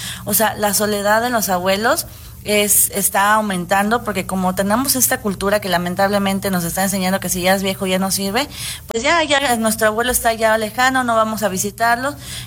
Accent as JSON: {"language": "Spanish", "country": "Mexico", "said": "que hay que cubrir nosotros como mexicanos para evitar esto."}